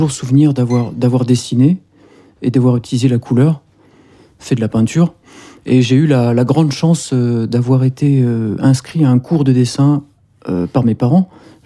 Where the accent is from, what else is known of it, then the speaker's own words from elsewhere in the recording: Brest, Brittany, France; Né à Brest